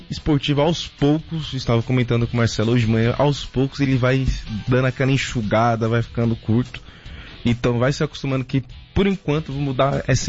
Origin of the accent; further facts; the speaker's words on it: Brazil; Eu quero dizer isso, eu como um bom brasileiro, estarei secando